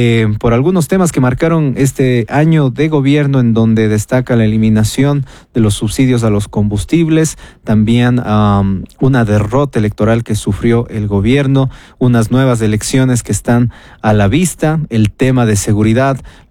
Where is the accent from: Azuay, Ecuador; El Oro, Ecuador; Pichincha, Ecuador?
Azuay, Ecuador; Cuenca; se nos viene a la memoria como cuencanos. También esto nos llena de orgullo, pero principalmente como ecuatorianos.